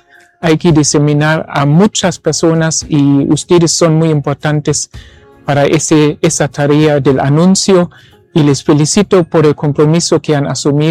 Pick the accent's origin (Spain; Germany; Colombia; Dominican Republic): Germany; moved away as an adult; now in San Ignacio de Velasco, Bolivia; soy misionero del Verbo Divino, oriundo de Alemania, pero ya desde el 2007 en Bolivia. Pertenezco actualmente a la parroquia de San Miguel en la diócesis de San Ignacio de Velasco.